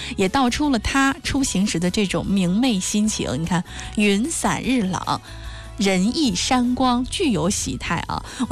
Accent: China; 我们中国人

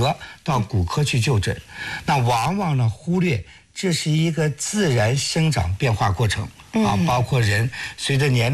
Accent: China; 因为我们中国人跟西方人不一样啊，包括我是60年代出生，

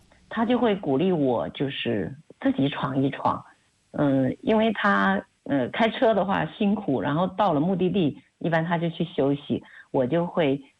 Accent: southern China, China; 虽然我是南方人

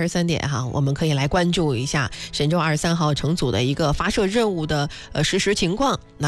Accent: China

